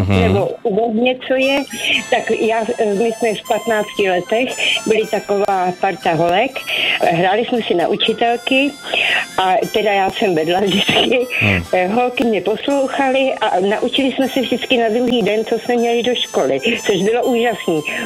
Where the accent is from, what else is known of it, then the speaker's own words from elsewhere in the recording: Vernežice, Ústí nad Labem Region, Czechia; now in Terezín, Czechia; z Terezína, pocházím z Vernežic